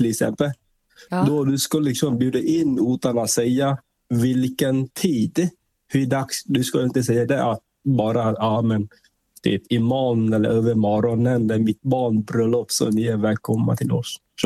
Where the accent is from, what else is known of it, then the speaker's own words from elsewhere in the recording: Vietnam; Swedish is a second language; now in Sweden; för jag är från Vietnam, det är mitt ursprungsland.